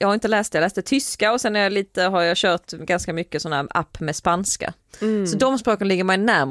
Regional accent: Skåne, Sweden; skåning som jag är, för att R-en är ganska lika.

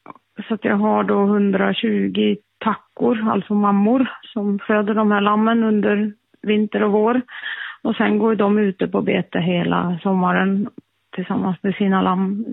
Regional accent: Jämtland County, Sweden; Ja, dels är jag uppväxt på en bondgård och har jobbat med, eller har levt med det här livet i hela mitt liv egentligen. Mina föräldrar var lantbrukare uppe i Jämtland.

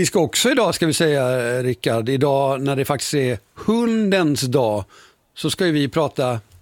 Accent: Öland, Kalmar County, Sweden; jag är ju ölänning

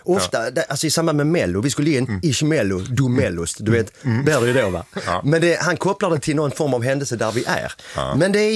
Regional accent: Helsingborg, Skåne, Sweden; Ja, landet. Vi kom ju inte från Stockholm, vi kom från Helsingborg.

